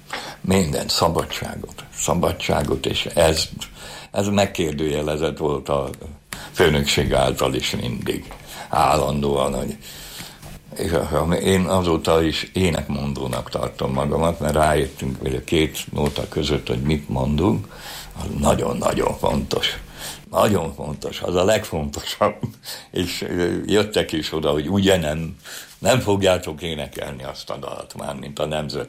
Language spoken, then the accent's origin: Hungarian; Budapest, Hungary; moved away as an adult; kerültem ide 26 évvel ezelőtt, mert hát el kellett jönni a budai, a Budapestből, hogy úgy mondjam, mert én ott nevelkedtem olyan helyen, ahol a világ legszebb helye, de akkor csubarom volt az egész, mert én 46-ban születtem a háború után